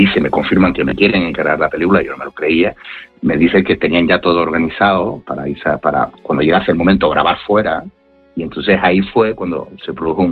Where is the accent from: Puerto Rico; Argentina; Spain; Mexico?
Spain; Tenerife, Canary Islands; en mi tierra, en Canarias, en Tenerife?